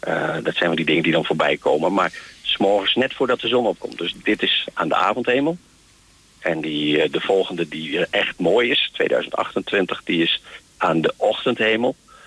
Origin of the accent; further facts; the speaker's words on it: Netherlands; En we zijn Nederlanders